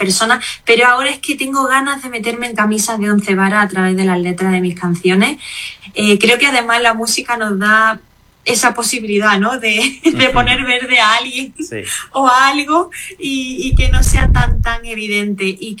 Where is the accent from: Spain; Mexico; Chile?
Spain; Jaén, Andalusia; moved away; a mí fuera de Andalucía, cuando me preguntan ¿de dónde eres … ? Yo no digo que soy andaluza, yo digo que soy de Jaén. Es que es algo que no puedo explicar. Yo cruzo Despeñaperros y se me mueve algo